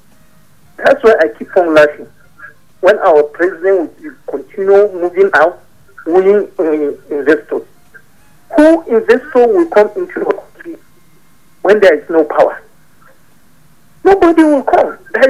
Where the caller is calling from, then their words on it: Nigeria; calling from Buku.